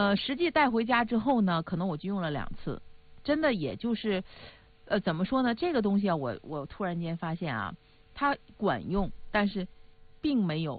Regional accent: Northeast China, China; 用我们东北话说，我这是玻璃盖嘛

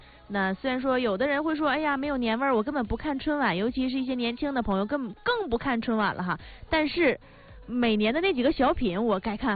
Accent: Northeast China, China; 我们东北人

